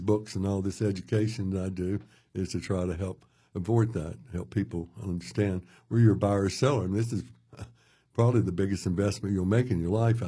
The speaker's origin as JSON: {"language": "English", "town": "Charlotte", "region": "North Carolina", "country": "United States", "tie": "born or raised there", "also_born_or_lived": "New York", "moved": "as an adult", "lives_now": "Pilot Mountain, United States", "said": "I moved back from New York down to Charlotte, which is where I grew up"}